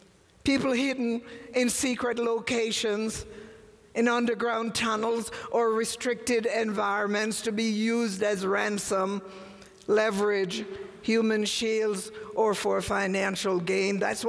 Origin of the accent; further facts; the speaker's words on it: England, United Kingdom; also born or lived in Jamaica; now in United States; I was born in Jamaica, raised in England, lived most of my life in America